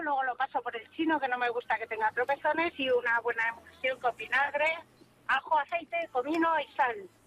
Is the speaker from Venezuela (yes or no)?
no; Bolaños de Calatrava, Castilla-La Mancha, Spain; born there; pepino de mi pueblo, Bolaños de Calatrava.